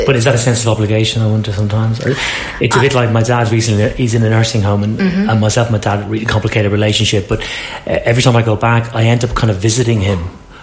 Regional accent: Ireland; moved away as an adult; now in London, United Kingdom; Until later in life when I kind of got back into being Irish a bit more with Irish community services in London and stuff

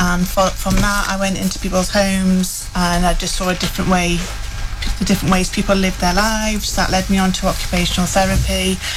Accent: North East England, United Kingdom; I'm from the Northeast.

